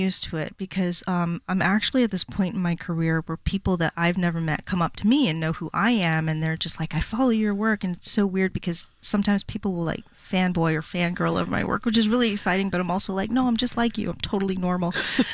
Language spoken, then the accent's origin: English; Philippines; I'm Filipina